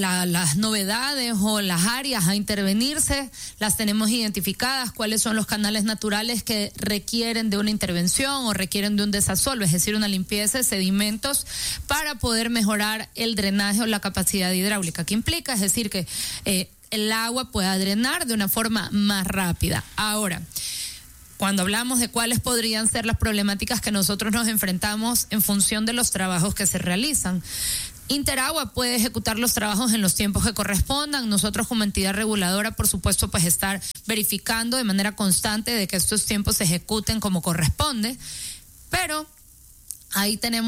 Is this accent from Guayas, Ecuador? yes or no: yes; Guayaquil, Guayas, Ecuador; Guayaquil se inunda porque estamos como ciudad costera prácticamente al nivel del mar. Pero nosotros como guayaquileños